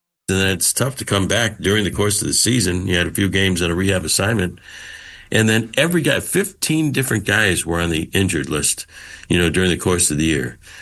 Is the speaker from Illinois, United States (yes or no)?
yes; Chicago, Illinois, United States; now in Seattle, United States; because I grew up in Chicago, but Seattle's my home and I'm not going to leave here.